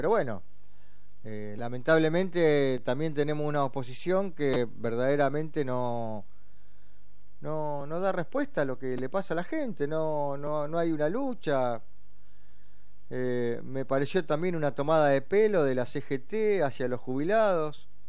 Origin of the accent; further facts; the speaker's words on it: Argentina; nuestra República Argentina